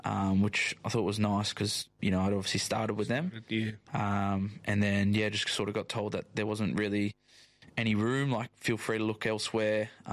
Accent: Australia; also born or lived in England; I'm proud Australian, proud English. Like, I've always called this home and would love to represent my home

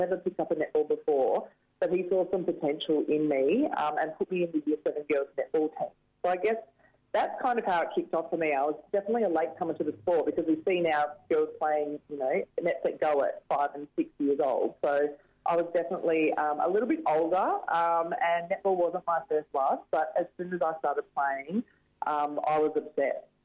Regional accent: Byford, Western Australia, Australia; We grew up in Byford, We had 5 acres. Me and my sister had a couple of ponies that we did pony club on.

